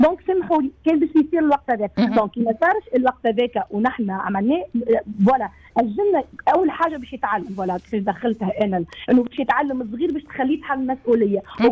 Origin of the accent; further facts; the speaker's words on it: Tunisia; كما نحن عندنا في تونس في الوطن